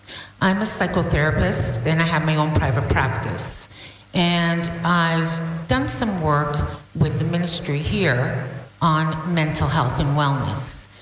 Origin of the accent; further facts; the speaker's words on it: Toronto, Ontario, Canada; now in St. John's; I'm from Toronto originally, but I'm currently living in St. John's.